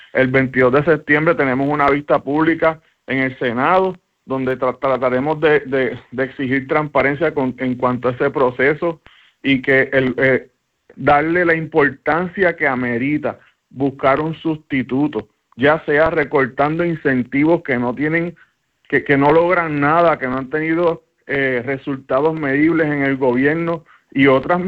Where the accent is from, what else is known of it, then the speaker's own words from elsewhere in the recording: Ponce, Puerto Rico; Yo soy de Ponce.